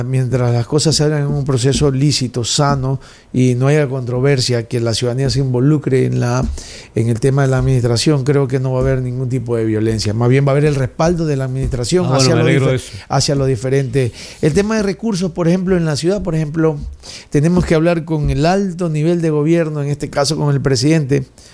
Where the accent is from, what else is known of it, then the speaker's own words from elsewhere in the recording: Manta, Manabí, Ecuador; born there; Yo soy cholito, yo soy nacido aquí en Manta. Claro, yo soy nacido en el Hospital Rodríguez Zambrano, en la 13 y la 24.